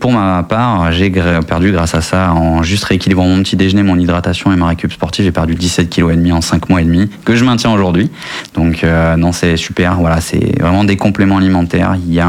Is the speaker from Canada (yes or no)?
no; Périgueux, Nouvelle-Aquitaine, France; born there; Moi je suis français, je suis né ici à Périgueux.